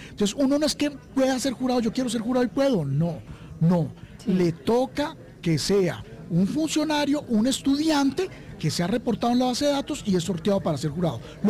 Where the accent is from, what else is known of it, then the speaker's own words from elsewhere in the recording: Colombia; Somos nosotros los colombianos, por favor.